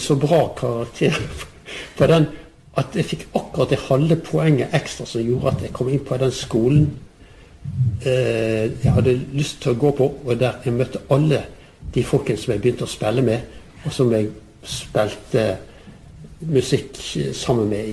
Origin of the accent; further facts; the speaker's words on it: Bergen, Vestland, Norway; Og jeg er jo bergenser, men jeg kunne jo egentlig ha liksom gjerne skrevet nynorsk ut fra språket mitt